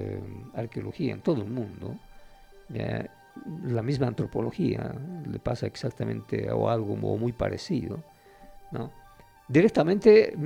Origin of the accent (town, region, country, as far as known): Bolivia